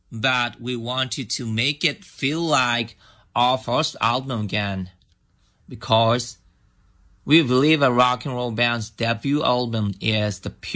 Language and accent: English; Tokyo, Japan; English is a second language; We're all from Tokyo, and we grew up together going to the same schools since elementary school.